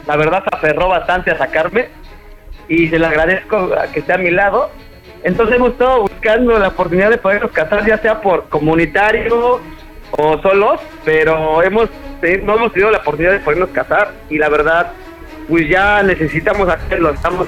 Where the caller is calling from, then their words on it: Mexico City, Mexico; soy de la Ciudad de México.